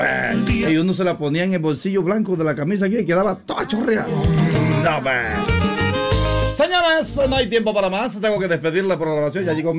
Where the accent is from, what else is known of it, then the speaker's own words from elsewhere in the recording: Veraguas, Panama; born there; moved away; En Pedernal de Santiago, allá donde nací